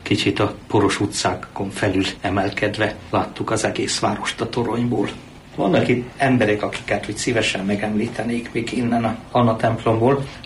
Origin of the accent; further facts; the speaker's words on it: Pápa, Veszprém County, Hungary; Igen. Ha csak tehettem, itt voltam pápán. Pápán születtem, azóta is itt élek.